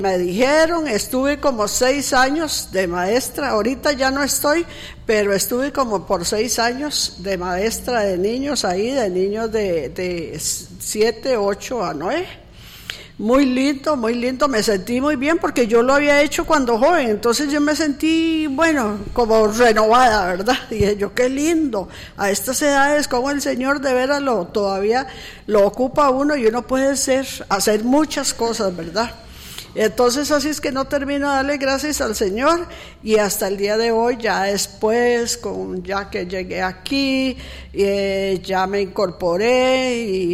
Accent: Cachí, Cartago, Costa Rica; porque yo soy de Cachí

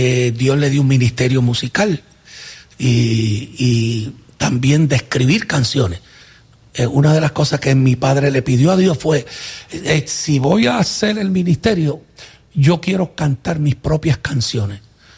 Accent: Bayamón, Puerto Rico; Yo soy de Bayamón, vaquero de Bayamón.

